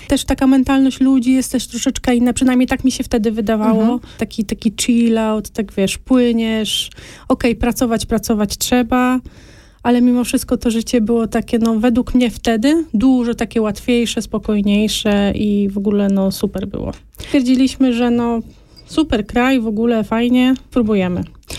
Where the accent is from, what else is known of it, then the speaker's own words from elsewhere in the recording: Toruń, Kuyavian-Pomeranian Voivodeship, Poland; Jestem z wykształcenia florystą. Jestem z Torunia. Prowadziłam rok, półtora swoją kwiaciarnię w Toruniu.